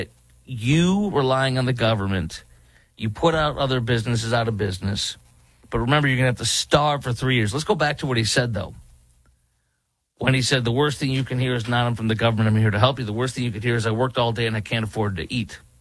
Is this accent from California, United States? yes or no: no; Chicago, Illinois, United States; formerly based in my hometown of Chicago